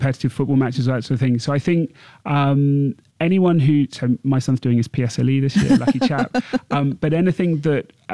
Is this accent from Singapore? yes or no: yes; Singapore; being Singaporean, I think we can be very proud of the fact that it's got its roots here